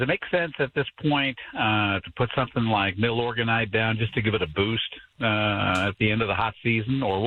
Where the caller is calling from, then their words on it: Bulverde, Texas, United States; normally I call from Bulverde, but I'm elsewhere this morning.